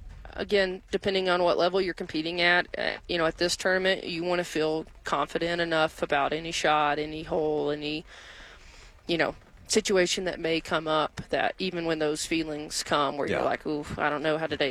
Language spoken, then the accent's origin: English; Alabama, United States; also born or lived in Tennessee; I'm all the way from Alabama.